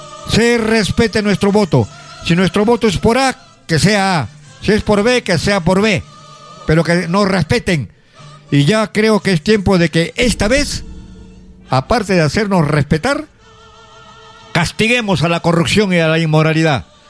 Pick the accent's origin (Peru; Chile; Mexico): Peru; ya sabemos cómo somos los peruanos, pues, pendencieros.